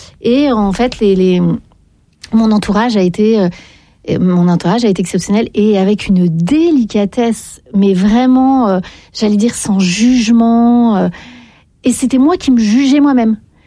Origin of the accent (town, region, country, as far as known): Paris, Île-de-France, France